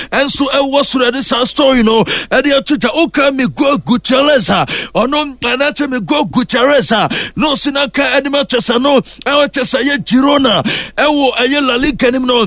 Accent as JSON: {"language": "English", "country": "France", "said": "I'm from France."}